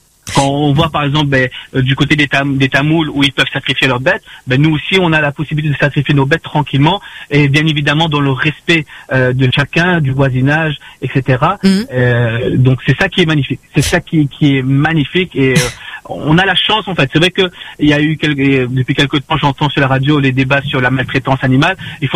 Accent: Réunion; J'ai jamais eu l'occasion de pouvoir fêter l'Aïd autre part que ici à La Réunion.

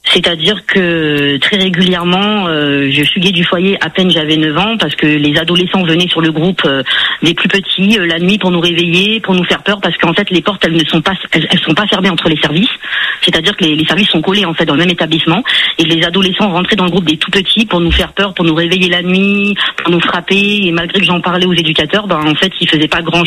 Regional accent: Valence, Auvergne-Rhône-Alpes, France; Et un jour, j'ai décidé de partir avec mes enfants et de revenir dans ma ville natale, à Valence

